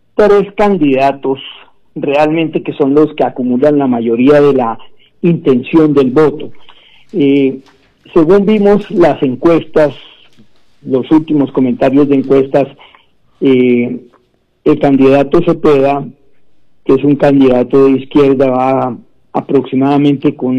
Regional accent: Colombia; yo como colombiano

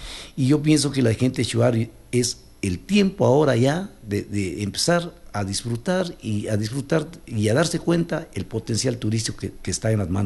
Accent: Cuenca, Azuay, Ecuador; now in Macas, Ecuador; hablemos de mi tierra, de Cuenca.

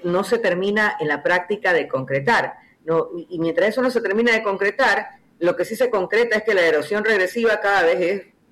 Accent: Ecuador; los ecuatorianos nos sentimos perdedores.

